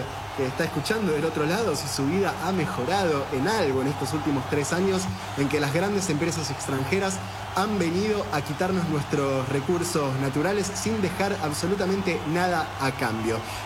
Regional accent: Argentina

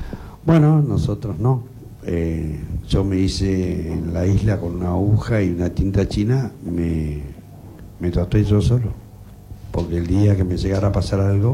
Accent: Río Seco, Argentina; born there; y soy nacido acá en Río Seco.

